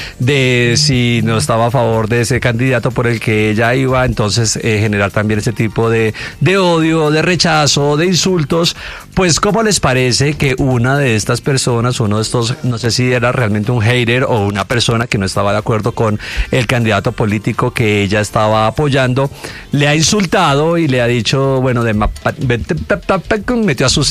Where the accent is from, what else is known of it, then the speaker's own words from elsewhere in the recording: Colombia; lo pasionales que somos los colombianos